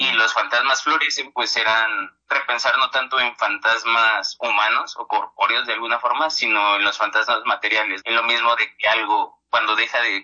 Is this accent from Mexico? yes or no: yes; Tláhuac, Mexico City, Mexico; moved away as an adult; now in Taxco, Mexico; yo nací y crecí allá en Tláhuac. Y ya después de ahí me vine aquí a estudiar a la Facultad de Artes, pero no en Xochimilco, me vine a Taxco